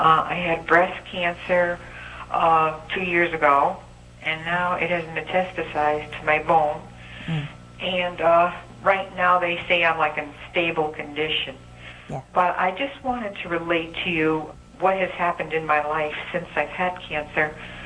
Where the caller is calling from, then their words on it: Connecticut, United States; I'm from Connecticut.